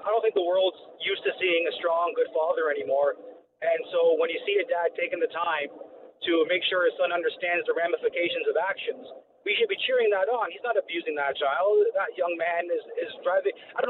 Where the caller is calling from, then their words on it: Toronto, Ontario, Canada; On my way into Ajax from Toronto. Great drive.